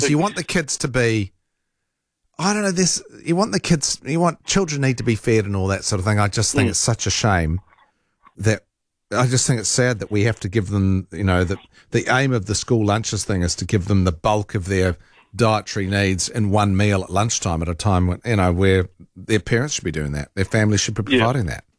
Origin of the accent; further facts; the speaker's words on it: Rotorua, Bay of Plenty, New Zealand; Like, actually, I grew up in Rotorua. My parents built a house there.